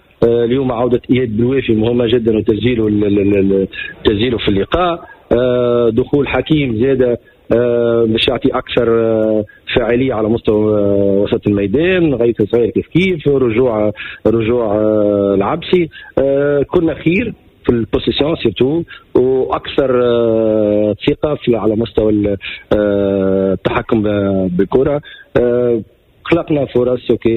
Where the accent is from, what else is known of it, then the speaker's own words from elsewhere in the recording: Tunisia; سي قيس المتلوي من أحسن كفاءات عندنا في تونس